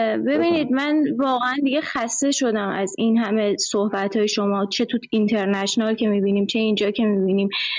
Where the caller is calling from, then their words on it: Iran; از ایرانم هستم.